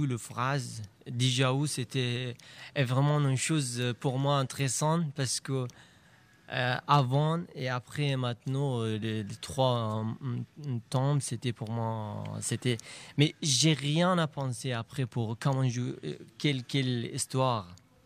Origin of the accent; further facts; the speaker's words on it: Afghanistan; French is a second language; moved away as an adult; now in Troyes, France; on est arrivé de sortir de l'aéroport de Kaboul jusqu'à Paris